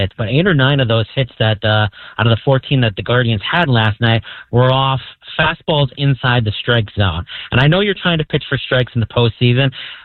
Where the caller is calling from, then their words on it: Milwaukee, Wisconsin, United States; you know, I'm from Milwaukee.